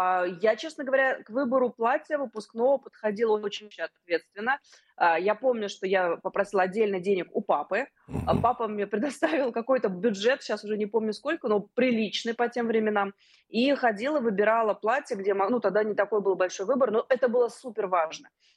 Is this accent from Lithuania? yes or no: no; Saint Petersburg, Russia; Я вот из Петербурга родом